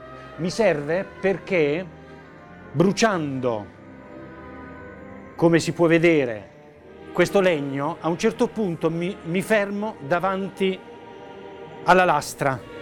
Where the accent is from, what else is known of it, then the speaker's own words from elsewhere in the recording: Apulia, Italy; un sasso della mia terra, delle Murge